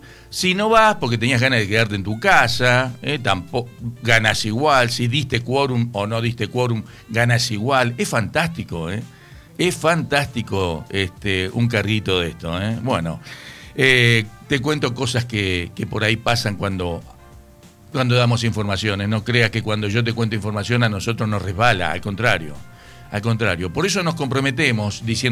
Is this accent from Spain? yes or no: no; Argentina